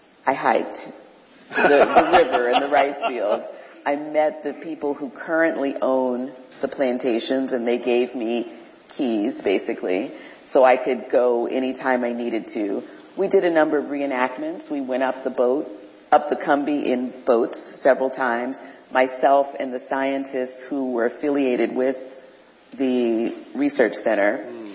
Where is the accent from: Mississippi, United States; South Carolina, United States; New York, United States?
South Carolina, United States; Colleton; Well, we're from Colleton, South Carolina, which is the next county over.